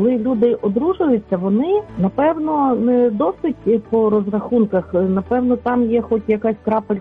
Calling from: Lviv, Lviv Oblast, Ukraine; я зі Львова.

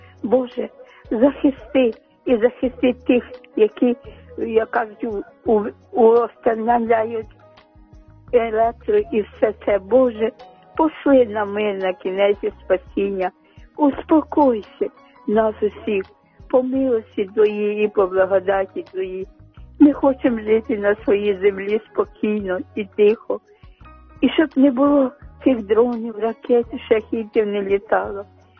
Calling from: Kyiv, Ukraine; я з Оболоні, з Києва.

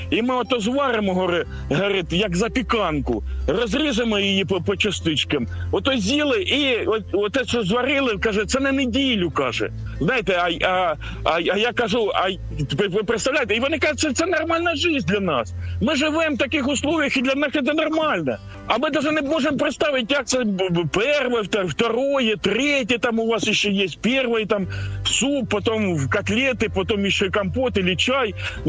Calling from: Kharkiv, Kharkiv Oblast, Ukraine; я із Харкова вас безпокою.

